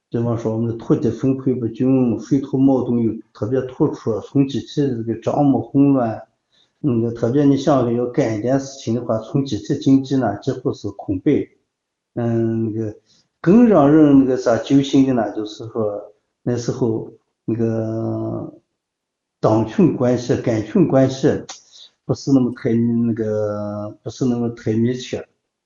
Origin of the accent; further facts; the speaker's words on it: China; 我是土生土长的腰丹子人，生在这里，长在这个地方